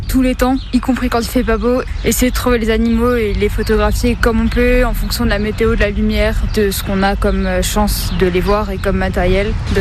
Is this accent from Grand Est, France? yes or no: yes; Grand Est, France; Je viens des Vosges.